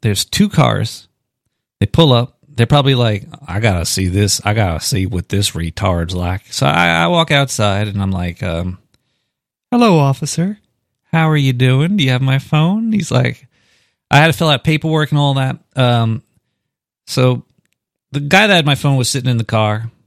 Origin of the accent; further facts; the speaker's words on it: New York City, New York, United States; I'm from Brooklyn.